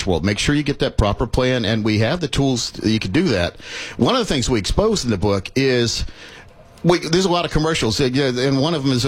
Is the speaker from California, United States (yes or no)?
no; North Carolina, United States; I grew up in North Carolina, too, so we used to go to Myrtle Beach, and I was closer to Myrtle Beach. I was down towards the North Carolina-South Carolina border back in the day